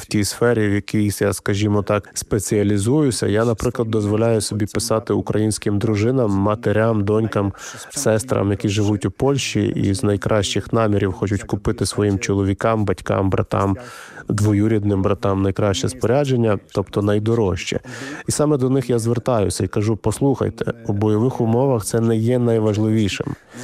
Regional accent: Poland; У мене в крові є досвід окупації. Тому це інстинктивно. І саме тому для мене очевидно, що як поляк я підтримую країну, яка переживає фактично те саме.

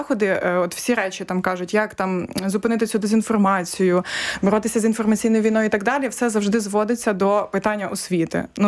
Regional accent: Lutsk, Volyn Oblast, Ukraine; moved away; я з Луцька, я село Руда, звідки моя бабуся

